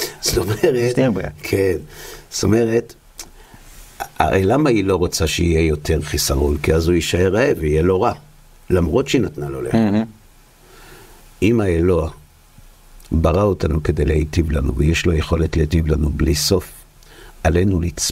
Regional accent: Bnei Brak, Tel Aviv District, Israel; אני מבני ברק.

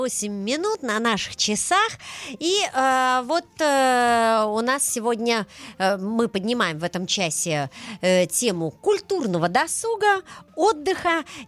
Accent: Netanya, Central District, Israel; И вот в Нетании, в моем родном городе, решили провести целую выставку

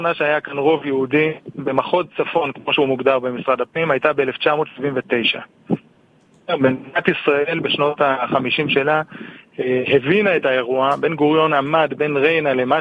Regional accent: Ma'ale Adumim, West Bank, Palestine; now in Israel; אני לא גדלתי כאן בגליל, גדלתי דווקא במעלה אדומים, למדתי בבית אל, אחרי זה בעצמונה, כלומר אני מאזורים של יהודה ושומרון

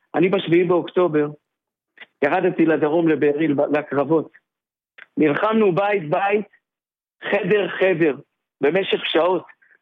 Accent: Hatzor HaGlilit, Northern District, Israel; לפני שאני איש ליכוד, אני קודם כל תושב חצור. אני בן חצור, אני בן הגליל.

